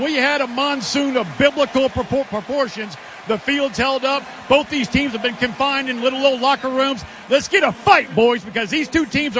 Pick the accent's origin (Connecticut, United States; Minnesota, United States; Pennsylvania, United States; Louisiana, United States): Louisiana, United States; it's in my home state of Louisiana.